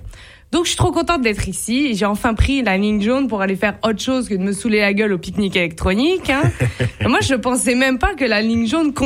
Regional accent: France; moved away as an adult; now in Quebec, Canada; comme on dit dans mon pays natal, la chatte à Mireille.

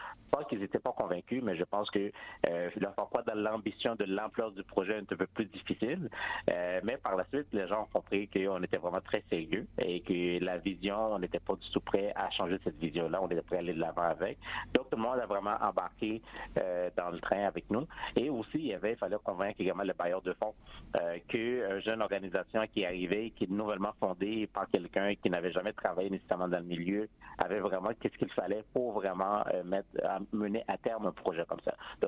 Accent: Montreal, Quebec, Canada; ici chez nous à Montréal

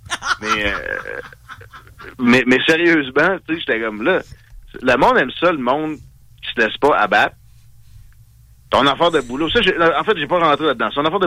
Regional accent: Canada; born there; même si je suis né au Canada

